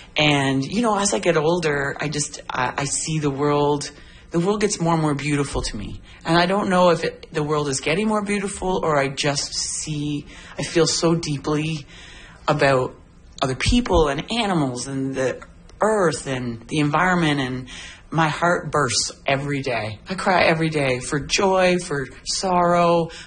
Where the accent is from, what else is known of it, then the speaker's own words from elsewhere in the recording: Prince Edward County, Ontario, Canada; now in Kingston, Canada; I'm not originally born and raised in Kingston, that I can brag about it, because I've lived there for 22 years. It is home. I'm from Prince Edward County, an hour down the road.